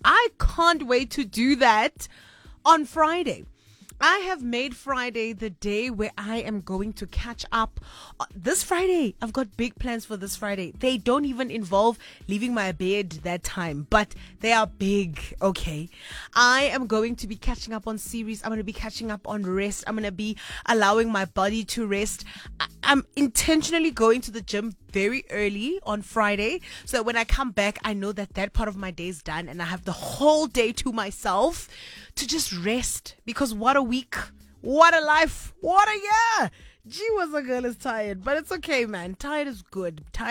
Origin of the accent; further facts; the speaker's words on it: Kimberley, Northern Cape, South Africa; We've got a message coming through from Tony all the way out in Kimberley, which is my hometown.